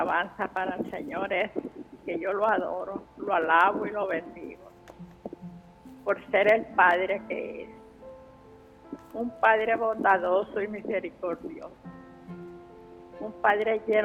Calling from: Guasave, Sinaloa, Mexico; Estoy hablando de Guasave, Sinaloa.

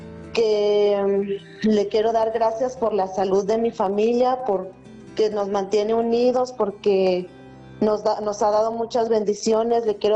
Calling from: Zapopan, Jalisco, Mexico

